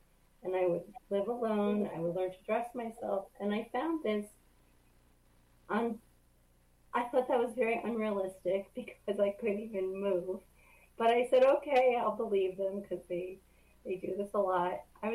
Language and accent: English; Rye, New York, United States; We grew up in Rye, New York